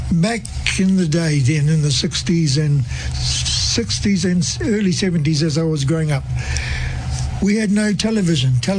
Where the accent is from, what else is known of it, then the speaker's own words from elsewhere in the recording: Auckland, New Zealand; I was born in Tamaki Makaurau here, Auckland City, at St. Helens Hospital, when it was situated at the corner of Pitt Street and Howe Street, yeah. Auckland CBD, 1955.